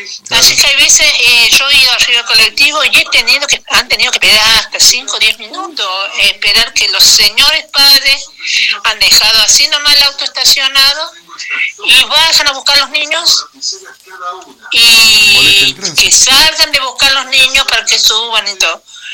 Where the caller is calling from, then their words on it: Argentina; de La Ribera.